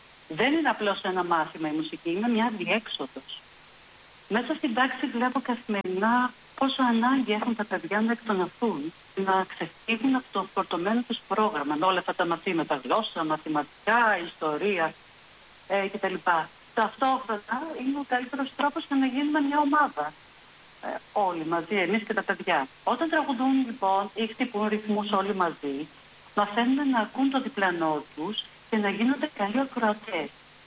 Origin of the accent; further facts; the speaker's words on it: Larissa, Thessaly, Greece; Μεγάλωσα λοιπόν στη Λάρισα, σε ένα σπίτι με πολλά μουσικά ερεθίσματα.